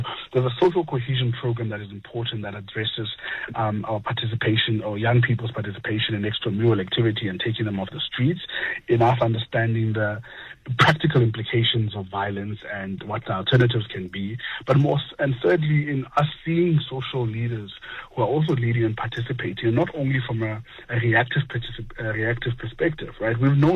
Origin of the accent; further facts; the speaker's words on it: North West, South Africa; my township that I grew up in the Northwest